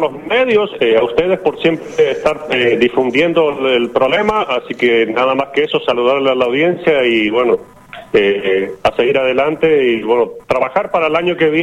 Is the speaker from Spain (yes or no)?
no; Aristóbulo del Valle, Misiones, Argentina; Yo soy de Aristóbulo del Valle.